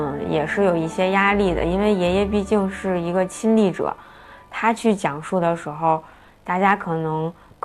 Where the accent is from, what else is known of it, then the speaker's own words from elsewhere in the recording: Beijing, China; 然后是土生土长的卢沟桥。